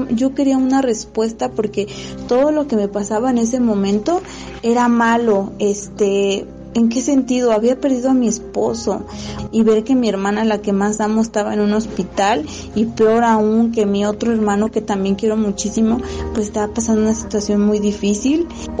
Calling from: Mexico City, Mexico; vivo en la Ciudad de México.

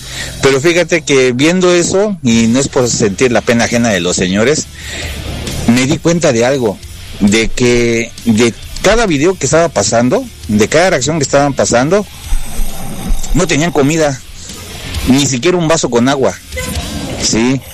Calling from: Mexico; por eso soy orgullosamente mexicano. La verdad, amo mis raíces. Soy orondo de ser mexicano.

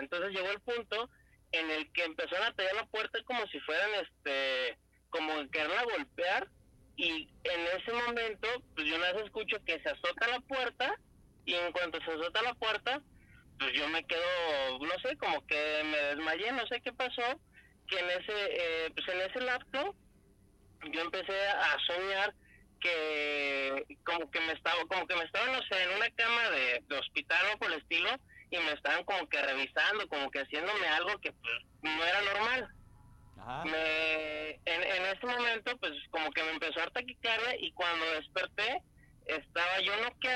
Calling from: Zapopan, Jalisco, Mexico; De Zapopan.

